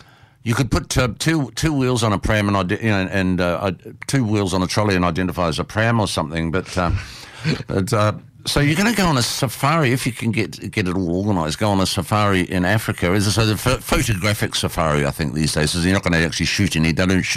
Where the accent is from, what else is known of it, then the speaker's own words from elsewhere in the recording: New Zealand; now in Australia; When I first moved over to Australia, I used to get teased by people who would say, "Oh, you're from New Zealand.